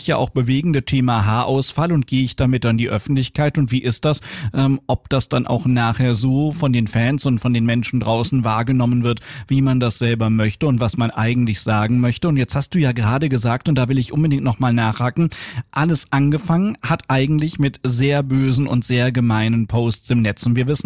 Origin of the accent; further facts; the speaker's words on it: Hesse, Germany; Ich komme eigentlich aus dem Rhein-Main-Gebiet, aus so einem Ballungsraum, wo die Städte immer größer werden und das Leben dadurch immer anonymer.